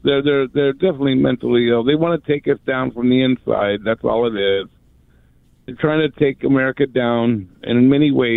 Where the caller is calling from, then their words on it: Laguna Beach, California, United States; Yeah, this is Laguna Beach, dude.